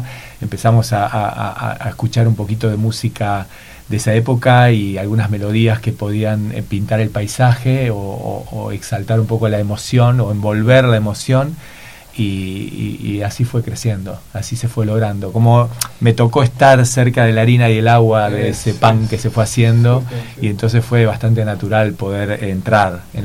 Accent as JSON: {"language": "Spanish", "town": "Rosario", "region": "Santa Fe", "country": "Argentina", "said": "yo soy rosarino, y mi relación es más con el litoral que con el mar"}